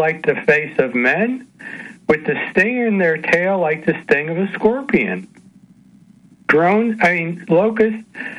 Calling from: New Jersey, United States; I am a grizzled old geezer living in New Jersey.

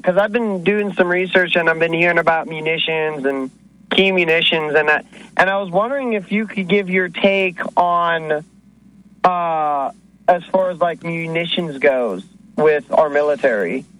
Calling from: Tennessee, United States; from Tennessee.

